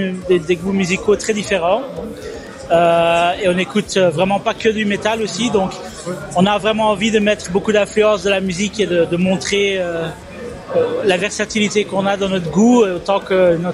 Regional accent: Flanders, Belgium; On vient du Limbourg, principalement de la Flandre, du sud.

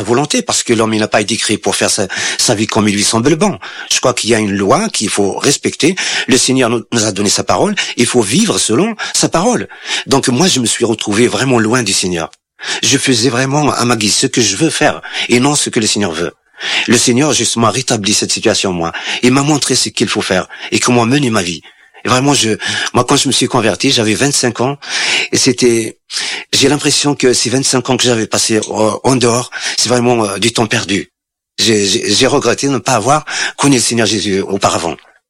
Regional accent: Algeria; now in France; Quand je suis parti en France d'Algérie, c'est pour fuir un petit peu toutes ces questions de religion.

